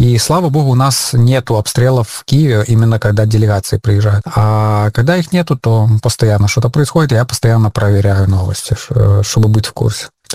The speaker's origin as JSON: {"language": "Russian", "country": "Belarus", "lives_now": "Ukraine", "said": "Ну, из Украины. Я говорю, что я белорус, я как бы не украинец."}